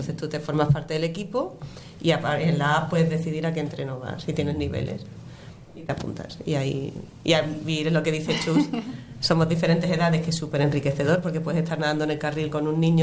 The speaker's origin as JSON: {"language": "Spanish", "town": "Barcelona", "region": "Catalonia", "country": "Spain", "tie": "born there", "said": "Yo hacía natación sincronizada de chica aquí en el Callípolis"}